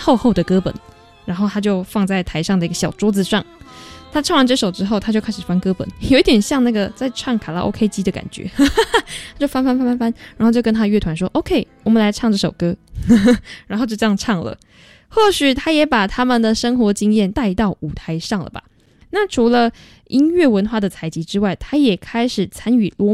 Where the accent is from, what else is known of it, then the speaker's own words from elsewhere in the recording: Taiwan; 身为台湾人的我们也是。